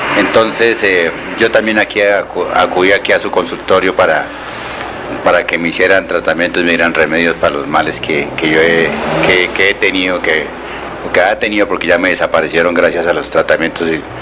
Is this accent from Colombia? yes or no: yes; Tunja, Boyacá, Colombia; Yo vengo aquí de Tunja, del barrio El Carmen.